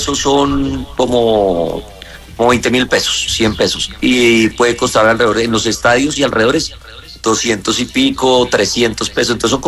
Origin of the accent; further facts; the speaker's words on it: Colombia; himno de la selección Colombia, todo el estadio cantándolo, fue espectacular. Claro, uno ahí dice mi tierrita, mi país.